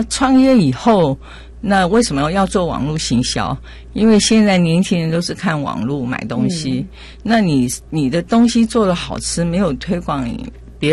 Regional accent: Taiwan; 因为我公婆都是山东日照人嘛，那我自己也是外省小孩，从小在空军眷村长大，我的母亲是北方人，很喜欢吃面食

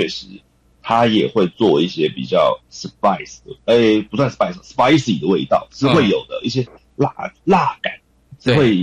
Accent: Taiwan; 这个是我们台湾人最喜欢的桶味的样子了。

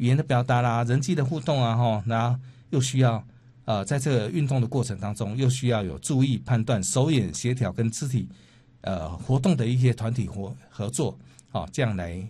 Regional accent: Yilan County, Taiwan; 我们宜兰人的那种人情味

